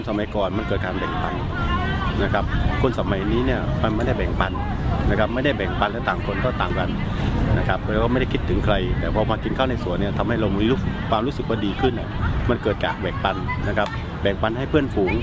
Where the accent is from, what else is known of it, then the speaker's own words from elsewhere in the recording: Trang, Thailand; now in Bangkok, Thailand; ผมจริงๆก็เป็นคนใต้ครับนะครับผมอยู่จังหวัดตังนะครับแล้วก็มาอยู่กรุงเทพจริงๆก็ตั้งแต่ปี38